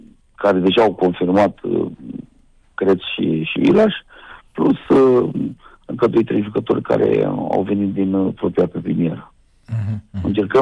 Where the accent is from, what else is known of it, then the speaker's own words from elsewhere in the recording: Romania; ca români